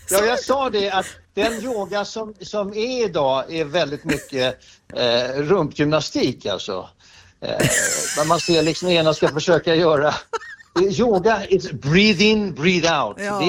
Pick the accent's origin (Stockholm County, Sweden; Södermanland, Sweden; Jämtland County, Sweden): Stockholm County, Sweden; Stockholm; born or raised there